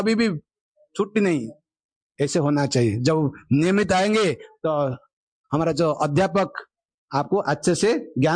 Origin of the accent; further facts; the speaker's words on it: Odisha, India; moved away; हमारा कॉलेज हमारा गांव में नहीं रहता था उड़ीसा में सर